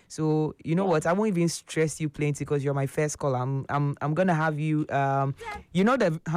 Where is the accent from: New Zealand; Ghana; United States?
Ghana; Tema, Greater Accra; me too, I'm from Tema